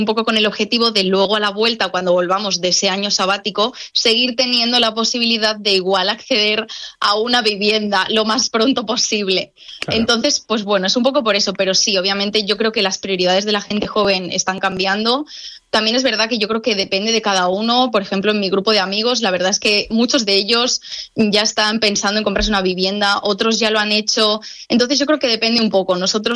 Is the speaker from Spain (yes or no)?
yes; Spain; moved away as an adult; cada vez que les decimos que somos españoles, nos dicen, ¿está lleno de españoles? Sí, la verdad es que somos muchos los que venimos aquí.